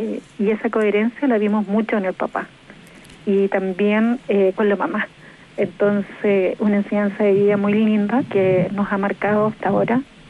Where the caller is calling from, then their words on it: Santiago, Santiago Metropolitan Region, Chile; De Peñalolén.